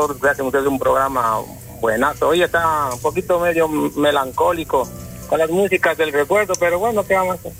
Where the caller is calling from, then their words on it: Quito, Pichincha, Ecuador; Desde el sur de Quito.